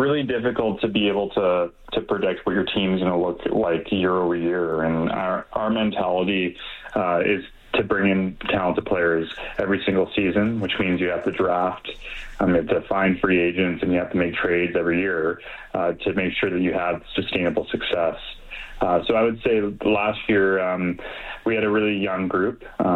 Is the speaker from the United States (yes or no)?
no; Calgary, Alberta, Canada; I grew up in Calgary, so I grew up watching the Hitmen and the Flames